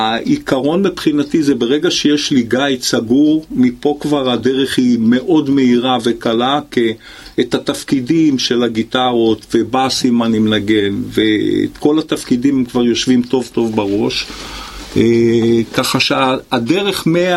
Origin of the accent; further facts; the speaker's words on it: Haifa, Haifa District, Israel; אני נולדתי בחיפה.